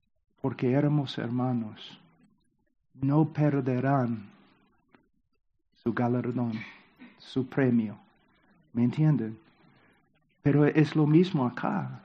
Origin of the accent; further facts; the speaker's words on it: United States; en mi país, los hombres que se rebelaron contra Inglaterra en 1776